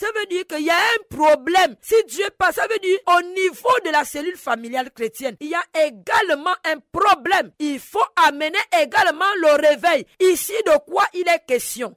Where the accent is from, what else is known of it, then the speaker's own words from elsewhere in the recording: Gabon; récurrent au Gabon chez moi? On a eu cela.